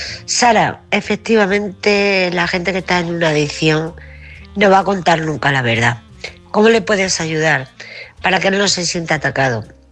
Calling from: Murcia, Region of Murcia, Spain; de Murcia.

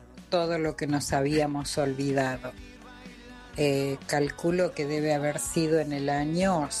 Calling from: José C. Paz, Buenos Aires Province, Argentina; de José C. Paz, 104.

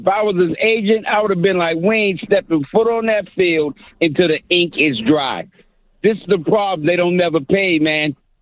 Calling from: Boston, Massachusetts, United States

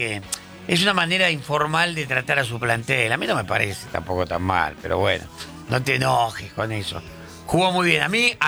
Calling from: Buenos Aires, Argentina; Buenas noches … de Almagro.

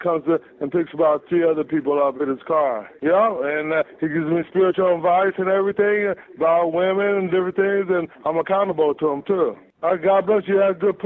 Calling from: Peoria, Illinois, United States; my church is Trinity Temple. I'm calling from Peoria, Illinois.

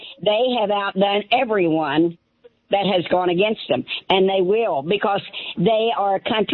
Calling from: Ohio, United States; from Ohio.

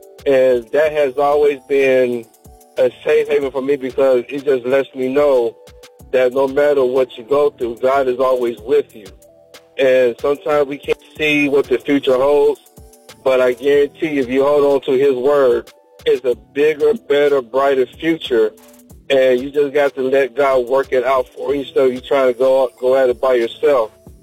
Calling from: Columbus, Ohio, United States; calling from Columbus, Ohio.

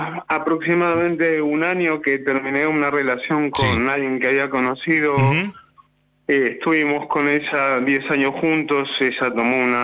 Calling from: Exaltación de la Cruz, Buenos Aires Province, Argentina; Soy de Exaltación de la Cruz.

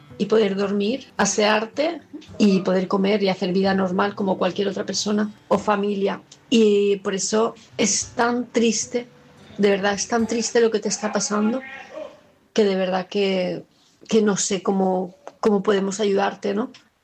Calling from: Palma, Balearic Islands, Spain; de Palma de Mallorca

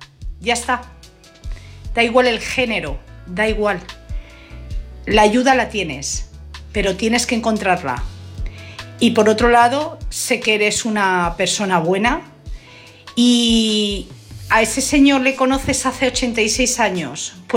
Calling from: Madrid, Community of Madrid, Spain; Hola, buenas noches. … de Madrid.

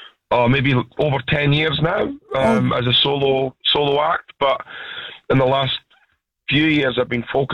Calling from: Wanaka, Otago, New Zealand; I'm calling from Wanaka, mate.

